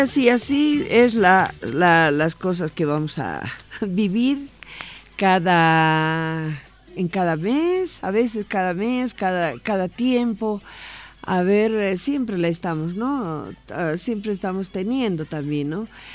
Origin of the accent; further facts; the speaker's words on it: Bolivia; todos queremos ser felices como bolivianos